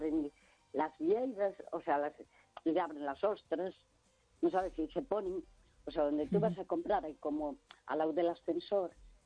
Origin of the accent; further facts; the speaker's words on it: Santiago de Compostela, Galicia, Spain; Porque yo soy de Santiago de toda la vida, mi abuelo de Santiago, mi bisabuelo, toda mi familia.